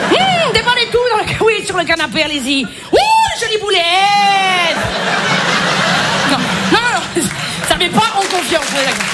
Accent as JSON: {"language": "French", "town": "Marseille", "region": "Provence-Alpes-Côte d'Azur", "country": "France", "accent": "Marseille", "said": "Je m'y connais un accent, hein, je suis marseillaise."}